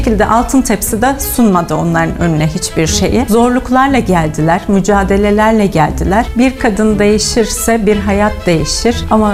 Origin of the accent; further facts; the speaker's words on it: Kayseri, Turkey; Kayserliyim.